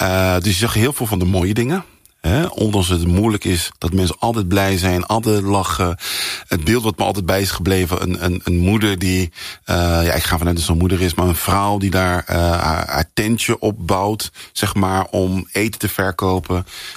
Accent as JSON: {"language": "Dutch", "town": "The Hague", "region": "South Holland", "country": "Netherlands", "tie": "born there", "accent": "Hague", "said": "Ik ben zelf in Den Haag geboren. Ik heb een klein Haags accent."}